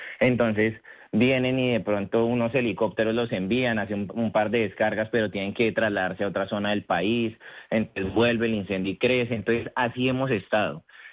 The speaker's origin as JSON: {"language": "Spanish", "country": "Colombia", "lives_now": "Ibagué, Colombia", "said": "aquí estamos en Colombia unida, somos colombianos"}